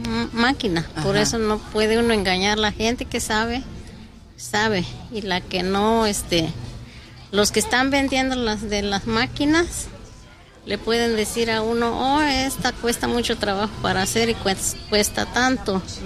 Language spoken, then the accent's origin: Spanish; Santa María Asunción, Oaxaca, Mexico; born there; moved away; Mi pueblo es Santa María Asunción.